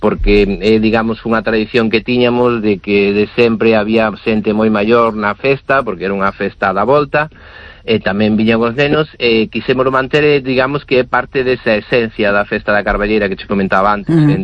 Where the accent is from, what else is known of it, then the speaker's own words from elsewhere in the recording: Zas, Galicia, Spain; Non temos que dicirle, mira, que somos de Zas, montamos un festival, no.